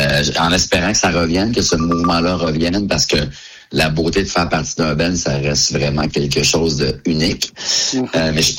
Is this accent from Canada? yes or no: yes; Drummondville, Quebec, Canada; notre dernier show chez nous à Drummondville.